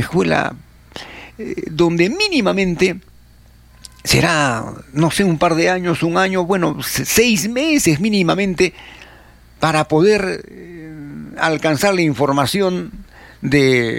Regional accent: Arequipa, Peru; ¿Qué cosas somos los arequipeños?

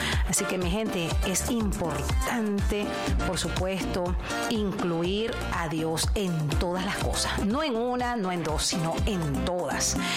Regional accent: Barquisimeto, Lara, Venezuela; born there; Barquisimeto, mi ciudad natal.

